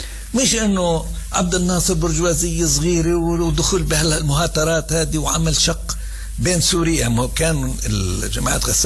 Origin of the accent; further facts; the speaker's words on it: Palestine; يعني إحنا لازم نعارض قرار 242 كفلسطينيين كثورة كمنظمة التحرير نعارضه.